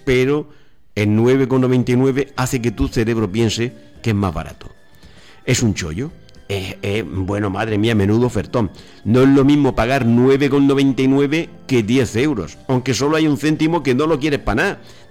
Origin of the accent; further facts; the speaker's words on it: Region of Murcia, Spain; En fin, los de Marte no, yo soy murciano, perdón.